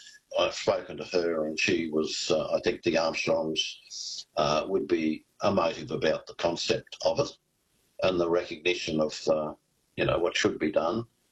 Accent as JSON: {"language": "English", "town": "Millmerran", "region": "Queensland", "country": "Australia", "tie": "born or raised there", "said": "my hometown of Millmerran."}